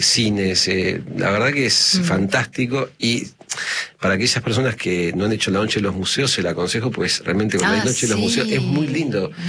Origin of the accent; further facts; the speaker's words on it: Buenos Aires, Argentina; Y digo, soy de Buenos Aires, uy, Buenos Aires, qué hermosa ciudad.